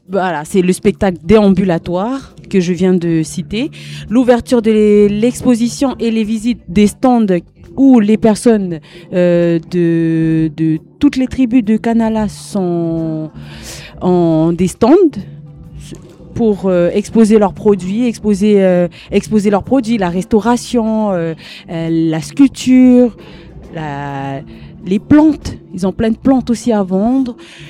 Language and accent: French; New Caledonia; mais comme nous sommes des Kanaks, eh ben à l'heure Kanak, on va se dire vrai là